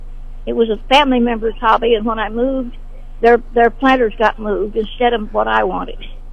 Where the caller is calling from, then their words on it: Sedalia, Missouri, United States; Hello. I'm calling from Sedalia.